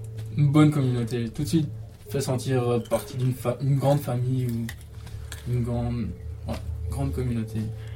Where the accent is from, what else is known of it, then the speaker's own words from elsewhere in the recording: Strasbourg, Grand Est, France; moved away as an adult; now in Smithers, Canada; Je viens d'Alsace, Strasbourg.